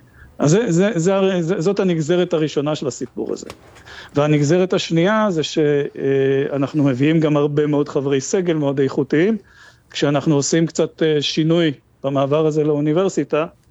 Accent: Kiryat Shmona, Northern District, Israel; now in Metula, Israel; קודם הייתי מנכ״ל עיריית קריית שמונה, אני בן קריית שמונה ואני גר במטולה, כך שהאזור נמצא אצלי בדם.

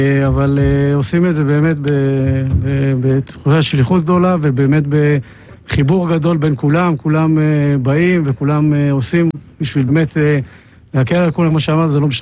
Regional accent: Shaarei Tikva, Judea and Samaria, Israel; משערי תקווה.

